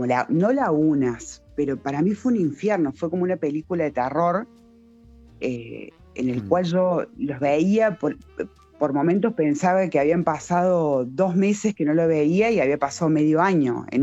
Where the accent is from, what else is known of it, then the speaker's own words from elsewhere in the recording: Córdoba, Argentina; moved away; el 18 de abril del 2023, yo llego acá en Córdoba, yo soy cordobesa.